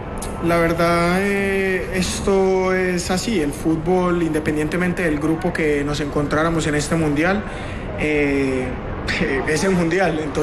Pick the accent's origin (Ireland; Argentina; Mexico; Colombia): Colombia; somos colombianos y eso es lo que nos mantiene vivo a nosotros.